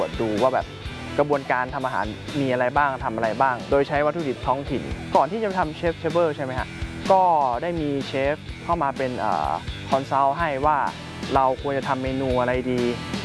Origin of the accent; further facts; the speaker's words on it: Chiang Mai, Thailand; โดยกำเนิดผมเป็นคนภาคเหนืออยู่แล้วนะครับเป็นคนเชียงใหม่อยู่แล้วพ่อแม่ก็ให้กินอาหารเหนือตลอดโดยตั้งแต่เด็กก็กินอาหารเหนือ